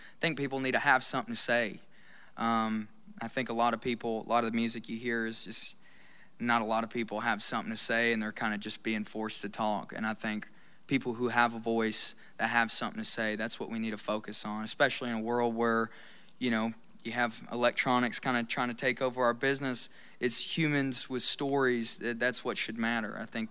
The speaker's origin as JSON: {"language": "English", "town": "Pell City", "region": "Alabama", "country": "United States", "tie": "born or raised there", "moved": "as an adult", "lives_now": "Los Angeles, United States", "said": "I love Pell City, Alabama. It's my hometown, and that's where I got my life started."}